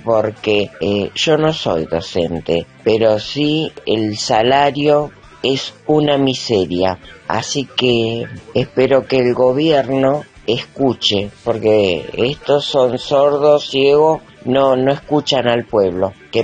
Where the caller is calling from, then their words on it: Lanús, Buenos Aires Province, Argentina; de Lanús.